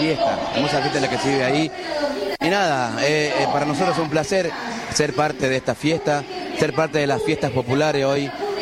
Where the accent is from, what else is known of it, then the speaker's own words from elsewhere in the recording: Córdoba, Argentina; No, bueno … somos del norte de Córdoba.